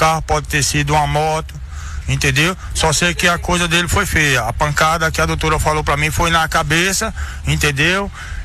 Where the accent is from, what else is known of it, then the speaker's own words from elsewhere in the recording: Pernambuco, Brazil; now in Paulo Afonso, Brazil; É, eu sou daqui de Pernambuco, entendeu?